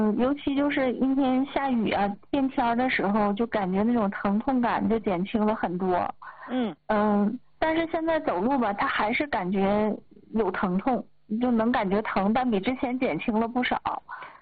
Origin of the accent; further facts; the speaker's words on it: Changchun, Jilin, China; 我是长春的。